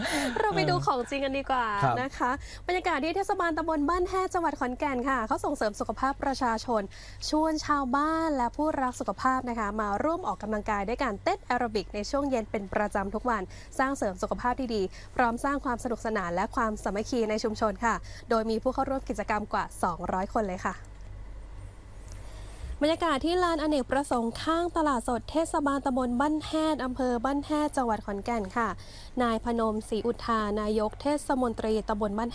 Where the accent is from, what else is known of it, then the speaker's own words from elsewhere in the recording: Isan, Thailand; เราเป็นชาวอีสานแท้ๆ